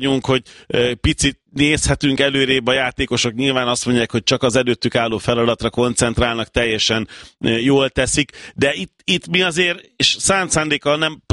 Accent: Hungary

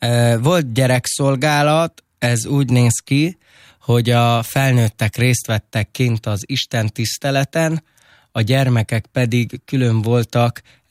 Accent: Esztergom, Komárom-Esztergom, Hungary; born there; körülbelül 2 éves korom óta járok a Golgota keresztény gyülekezetbe, Esztergomba. A szüleim elváltak, és ezért oda kezdtünk el járni. Azelőtt a szüleim Budapestre jártak egy roma közösségbe, egy cigány gyülekezetbe

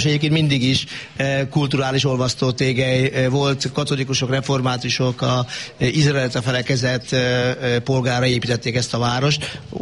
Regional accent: Pápa, Veszprém County, Hungary; mert nem csak mi pápaiak vagyunk itt

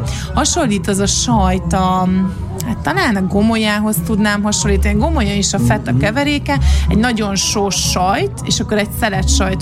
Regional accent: Hungary; hogy akkor én Ungriából jöttem, Magyarországról

